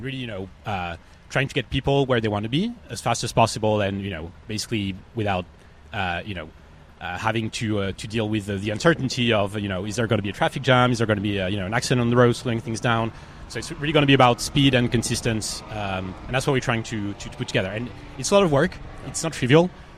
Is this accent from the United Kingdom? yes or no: no; France; English is a second language; now in United States; And I'm originally from France, and, you know, it's really amazing to be here.